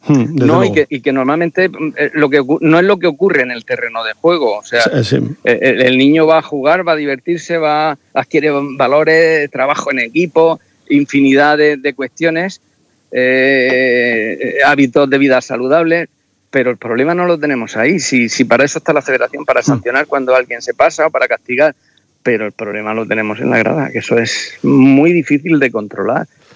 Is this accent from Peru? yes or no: no; Totana, Region of Murcia, Spain; Totana, como que yo soy de Totana, por ponerte un ejemplo